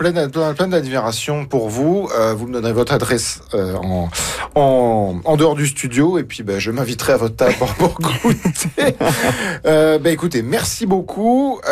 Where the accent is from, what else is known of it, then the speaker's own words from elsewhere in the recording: France; Le pain, écoutez, moi, je suis français.